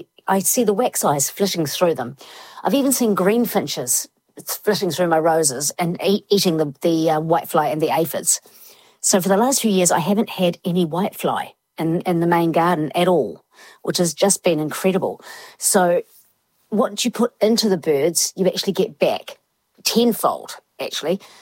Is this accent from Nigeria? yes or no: no; Invercargill, Southland, New Zealand; I remember growing up in Invercargill